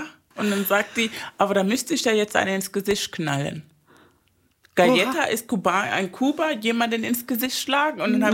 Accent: Venezuela; moved away; Ich bin ja aus Venezuela

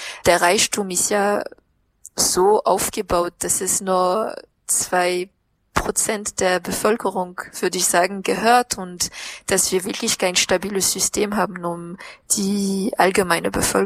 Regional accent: southeast, Madagascar; Ich komme, wie gesagt, aus dem Südosten und das ist die Nachbarregion von der Region Anjou, heißt es.

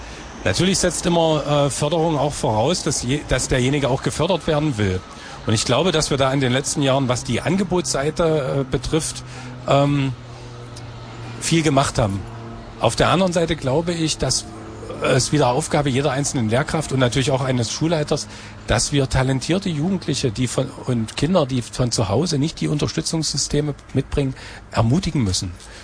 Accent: Halle, Saxony-Anhalt, Germany; Ich bin in Halle-Neustadt so aufgewachsen, war ein Akademikerkind und in meinem Block, da wohnten viele, viele Arbeiterkinder

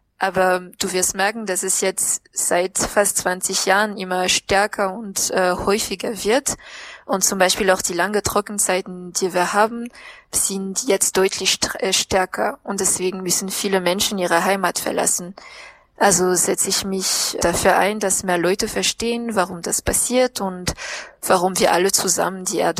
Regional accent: Madagascar; now in Antananarivo, Madagascar; Ich komme aus dem Südosten Madagaskars, aber ich bin gerade in der Hauptstadt

